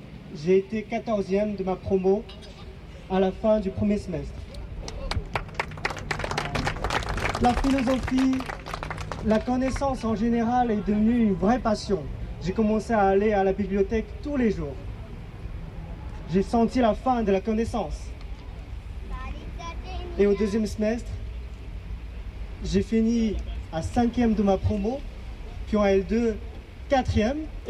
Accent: Inner Mongolia, China; French is a second language; moved away; C'est ma langue de chez moi, d'un tout petit village en Mongolie intérieure, en Chine.

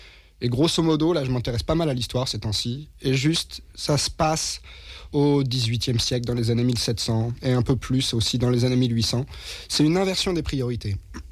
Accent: Orléans, Centre-Val de Loire, France; je viens d'Orléans

